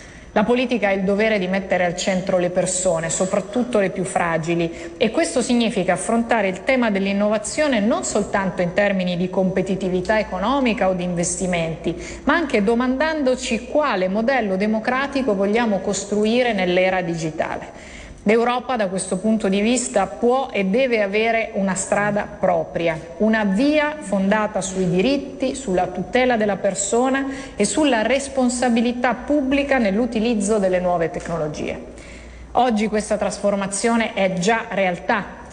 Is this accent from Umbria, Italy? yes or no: yes; Umbria, Italy; In Umbria, la mia regione, più nello specifico a Perugia